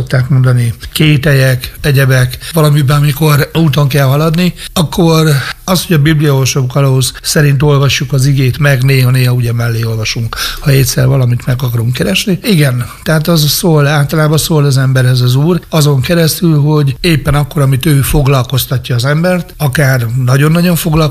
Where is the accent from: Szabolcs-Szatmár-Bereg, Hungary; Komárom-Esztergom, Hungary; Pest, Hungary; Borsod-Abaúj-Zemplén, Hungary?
Szabolcs-Szatmár-Bereg, Hungary; Nyíregyháza; born or raised there; also born or lived in Kemecse